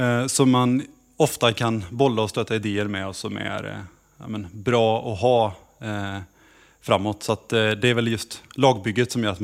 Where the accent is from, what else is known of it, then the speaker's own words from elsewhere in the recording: Kvänum, Västra Götaland County, Sweden; jag växte ju inte upp i Falköping. Jag växte inte ens upp i Falköpings kommun, utan jag växte upp i Vara kommun i Kvänum.